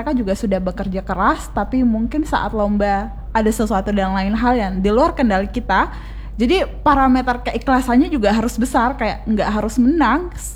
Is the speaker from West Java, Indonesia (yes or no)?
no; West Sulawesi, Indonesia; Aku orang Polman. Tapi fun fact, semua teman-temanku selalu mengira aku orang Jawa. Dan saya bukan orang Jawa.